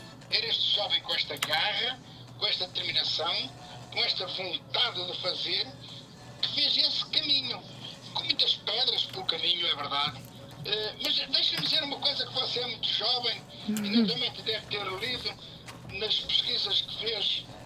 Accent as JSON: {"language": "Portuguese", "region": "Minho", "country": "Portugal", "moved": "yes", "lives_now": "Matosinhos, Portugal", "said": "Eu não nasci Matosinhos, eu sou do Minho"}